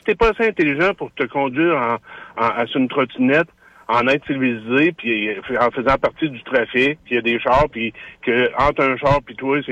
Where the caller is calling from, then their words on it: Quebec City, Quebec, Canada; J'habite à Charlebourg.